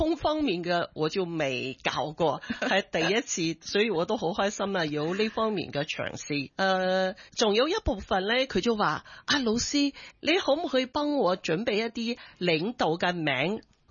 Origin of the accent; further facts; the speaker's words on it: Hong Kong; 我哋香港人